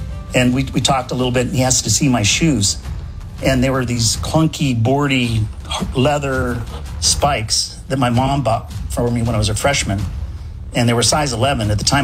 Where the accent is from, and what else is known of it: Tennessee, United States; born there; also born or lived in Japan / Spain